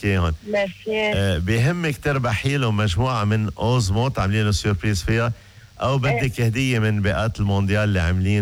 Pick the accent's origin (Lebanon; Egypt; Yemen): Lebanon; accent: Lebanese; ما عم بحكي لا تركي ولا اسباني ولا بورتوغيز، عم بحكي باللهجة اللبنانية القريبة من الناس.